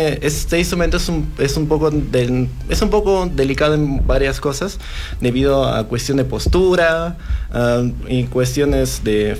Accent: Juliaca, Puno, Peru; moved away as an adult; Yo soy de Juliaca. Soy yo originario de Juliaca. Empecé tocando en Juliaca y bueno, en el año 2023 me mudé acá y ahora estoy empezando esta nueva vida acá.

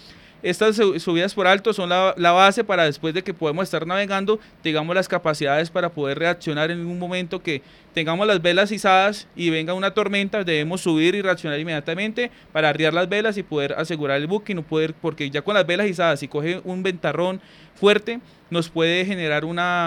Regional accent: Colombia; nosotros como colombianos

